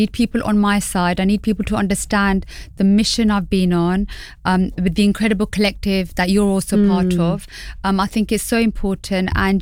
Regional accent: London, United Kingdom; born or raised there

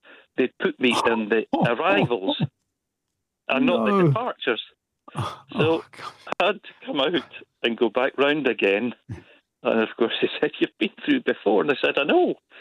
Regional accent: Scotland, United Kingdom; And so many people actually asked, when I said I was from Scotland, they said, what are you doing here?

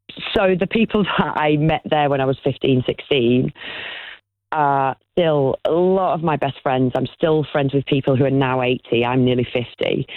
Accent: North West England, United Kingdom; moved away as an adult; also born or lived in London; now in Harrogate, United Kingdom; Try growing up in Cumbria.

